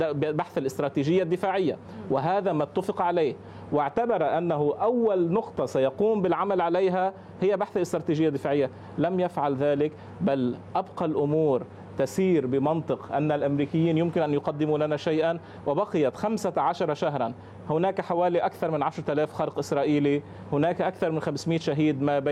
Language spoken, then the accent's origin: Arabic; Lebanon; مصلحتنا كلبنانيين